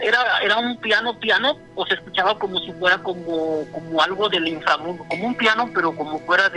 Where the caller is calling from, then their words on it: Buenavista Tomatlán, Michoacán, Mexico; De acá, de Michoacán, de Buenavista, Tomatlán, Michoacán.